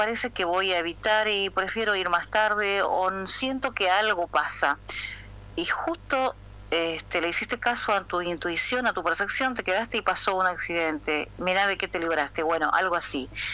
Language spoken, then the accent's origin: Spanish; Paraguay; now in Argentina; paraguaya, vivo en Argentina hace más de 20 años.